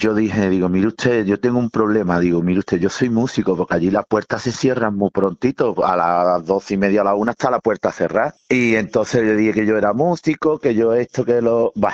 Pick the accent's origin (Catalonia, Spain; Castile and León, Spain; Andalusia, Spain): Andalusia, Spain; Belén, Málaga; Yo soy de Belén, Málaga.